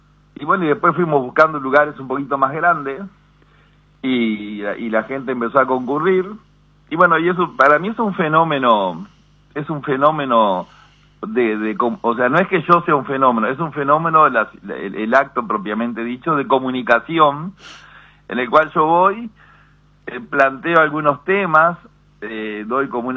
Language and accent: Spanish; Paysandú, Uruguay; soy de Paysandú, la gente de Paysandú tiene un sentimiento muy, muy profundo con la historia de Leandro Gómez, el famoso sitio y todo eso